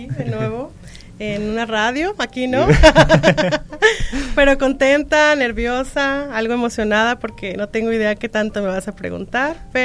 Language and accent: Spanish; Tepic, Nayarit, Mexico; also born or lived in Guadalajara, Jalisco; Tepic, donde soy muy, muy feliz. Entonces, tengo pues prácticamente el 95% de mi vida aquí en Tepic.